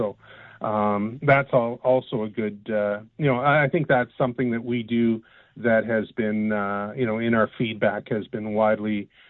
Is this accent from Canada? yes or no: yes; Canada; But other than that, I mean, we're Canadian across the board.